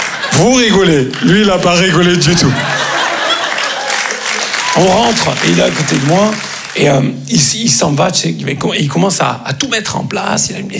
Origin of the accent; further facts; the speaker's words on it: Grand Est, France; Comme on dit chez nous, en Lorraine.